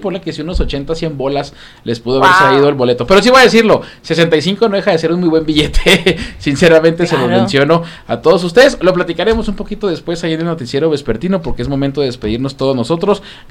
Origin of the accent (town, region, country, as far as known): Mexico